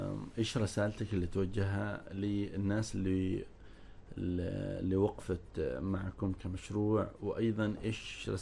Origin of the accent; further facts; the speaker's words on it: Oman; عندنا في عمان